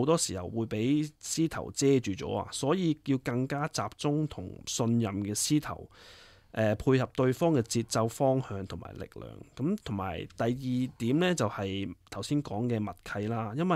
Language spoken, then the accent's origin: Cantonese; China; now in Brisbane, Australia; 尤其是我哋身處喺外國啊，喺 Brisbane 啦，咁作為中國人咧，反而會更加想小朋友去接觸翻自己嘅文化